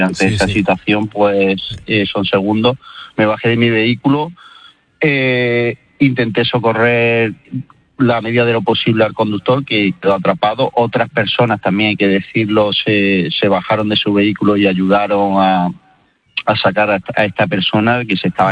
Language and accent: Spanish; Loja, Andalusia, Spain; now in Almería, Spain; soy natural de Loja y resido actualmente en Almería